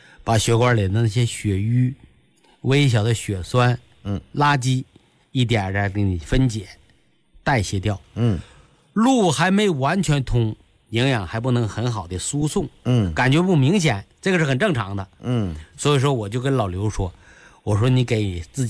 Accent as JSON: {"language": "Chinese", "region": "Northeast China", "country": "China", "accent": "Northeastern Mandarin", "said": "用我们东北话说就桥了"}